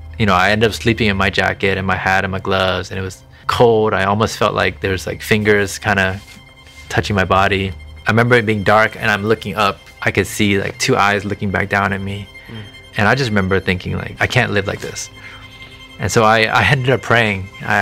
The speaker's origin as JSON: {"language": "English", "country": "United States", "tie": "born or raised there", "said": "Yeah, I'm Thai American. So my parents are from Thailand. And if anyone knows anyone who's Thai, it's 95% of the population is Buddhist. Mm. So naturally, I grew up that way here, being in America"}